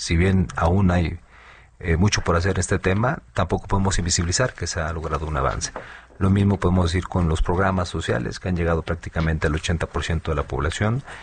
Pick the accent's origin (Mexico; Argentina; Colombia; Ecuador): Mexico; Zacatecas; Entonces es un tema donde hay que enaltecer pues no solamente lo que somos como zacatecanos, sino lo que podemos ofrecer hacia el exterior.